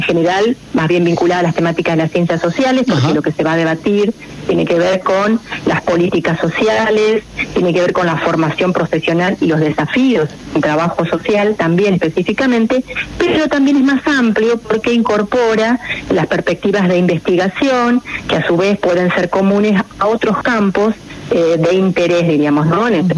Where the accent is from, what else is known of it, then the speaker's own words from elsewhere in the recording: Villaguay, Entre Ríos, Argentina; Así que yo soy de Villahuay, por ahí Villahuay